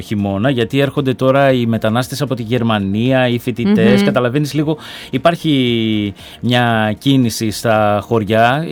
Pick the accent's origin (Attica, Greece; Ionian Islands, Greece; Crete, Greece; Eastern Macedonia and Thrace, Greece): Eastern Macedonia and Thrace, Greece; Λοιπόν, πήγα μέχρι την ιδιαίτερη πατρίδα μου, τον Εύρο, το Σαββατοκυριακό.